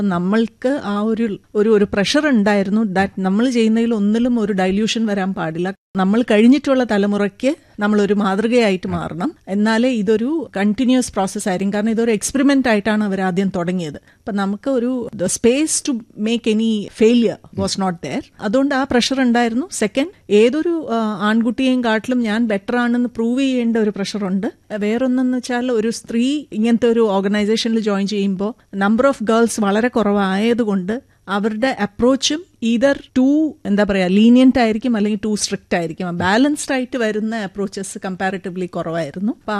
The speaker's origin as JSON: {"language": "Malayalam", "town": "Bokaro Steel City", "region": "Jharkhand", "country": "India", "tie": "born or raised there", "said": "ഞാൻ വളർന്നത് നോർത്തിലെ ബീഹാർ സ്റ്റേറ്റിലായിരുന്നു. അവിടെ ബൊക്കാറോ സ്റ്റീൽ സിറ്റിയിലാണ് എൻ്റെ അച്ഛൻ വർക്ക് ചെയ്തുകൊണ്ടിരുന്നത്."}